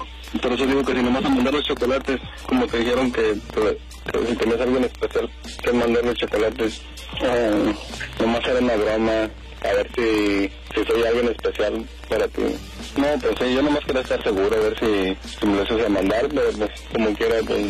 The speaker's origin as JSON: {"language": "Spanish", "town": "Torreón", "region": "Coahuila", "country": "Mexico", "said": "miré que era de Torreón y pues yo también soy de Torreón"}